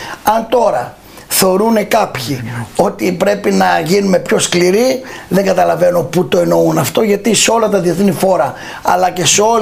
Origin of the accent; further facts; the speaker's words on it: Greek islands, Greece; είμαι νησιώτης, αλλά και γιατί εμείς εδώ σε νησιά ζούμε καθημερινά